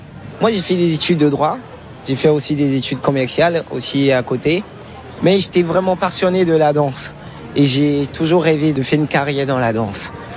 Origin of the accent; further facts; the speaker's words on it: Benin; J'ai grandi au Bénin. Il faudrait aussi comprendre que le milieu dans lequel j'ai grandi, il y a au niveau, au sein de la culture, on parle beaucoup de danse lors des cérémonies, on danse énormément.